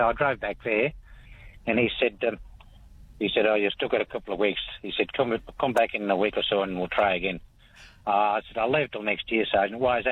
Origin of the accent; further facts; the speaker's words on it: Balranald, New South Wales, Australia; now in Wagga Wagga, Australia; I was born and raised in Balranald.